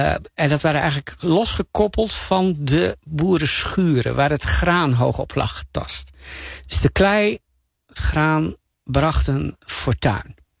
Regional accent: Drenthe, Netherlands; Ik kom uit Drenthe.

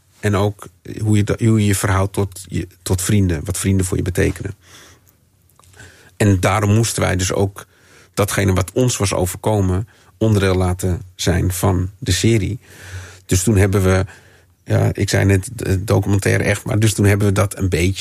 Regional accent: Amsterdam, North Holland, Netherlands; born there; Toen ik als puber in Amsterdam geweigerd werd bij discotheken.

